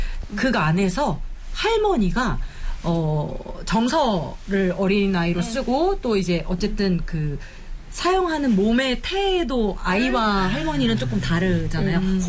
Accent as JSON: {"language": "Korean", "region": "Jeolla", "country": "South Korea", "said": "저는 사실 전라도"}